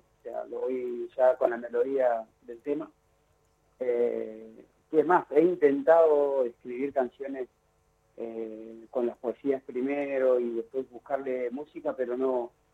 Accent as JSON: {"language": "Spanish", "region": "Tierra del Fuego", "country": "Argentina", "tie": "born or raised there", "also_born_or_lived": "Buenos Aires / San Luis", "said": "No, yo nací en Morón, en Buenos Aires. Ah, mira. Y desde muy chico, a los 4 años, nos vinimos para Tierra del Fuego, venimos en el 82 para acá."}